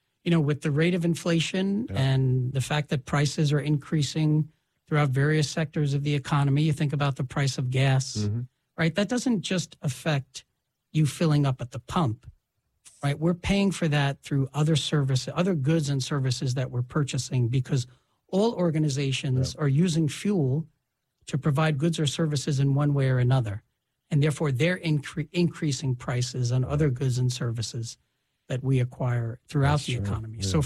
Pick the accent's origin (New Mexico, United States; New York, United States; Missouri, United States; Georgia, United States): New York, United States; New York City; And so, you know, I grew up in the Bronx, New York. My father was a bus driver for the New York City Transit Authority for 35 years.